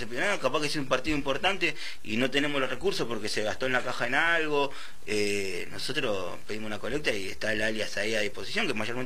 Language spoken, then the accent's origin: Spanish; Quilmes, Buenos Aires Province, Argentina; moved away as an adult; now in Morón, Argentina; Yo soy de La Florida, cerca de 850 y 876, pero bueno, estoy viviendo en Morón hace como 5 años ya. Casi.